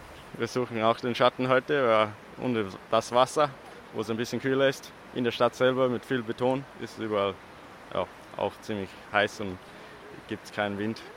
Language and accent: German; Western Australia, Australia; now in Tasmania, Australia; Ich bin aufgewachsen in Westaustralien.